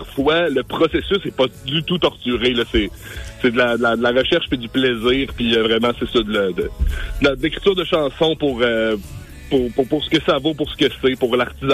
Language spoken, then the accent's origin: French; Quebec, Canada; On est des gars des cantons de l'Est